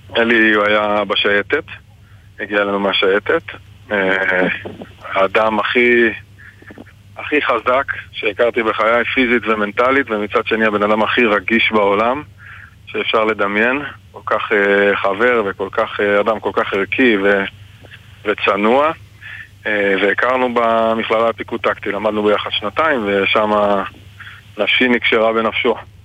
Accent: Northern District, Israel; אז גר ברמת הגולן, נולדתי ברמת הגולן

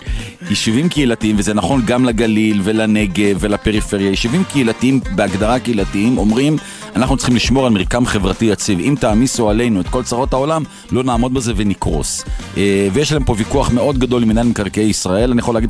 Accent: Beit El, West Bank, Palestine; אני גדלתי בבית אל

